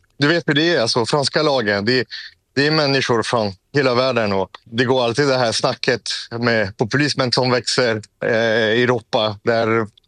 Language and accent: Swedish; Paris, Île-de-France, France; now in Sweden; Precis, jag är vid republik i mina hemtrakter.